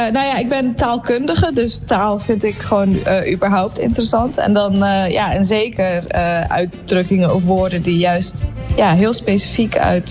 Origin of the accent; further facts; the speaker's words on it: Emmen, Drenthe, Netherlands; Mijn moeder is Fries en ik ben zelf opgegroeid in Emmen.